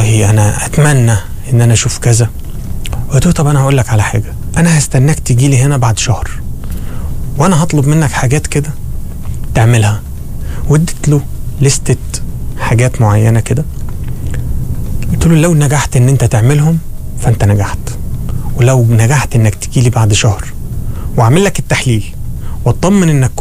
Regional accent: Egypt; now in Oman; عندنا في مصر

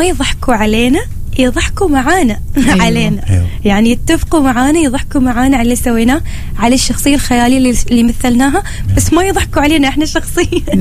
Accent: Oman; امان يعترفي لهجتنا لطيفه خفيفه احنا العمانيين

